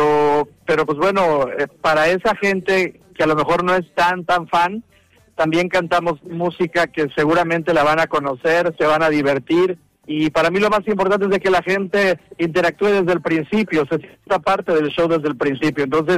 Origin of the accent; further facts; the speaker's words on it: Veracruz, Mexico; yo siendo veracruzano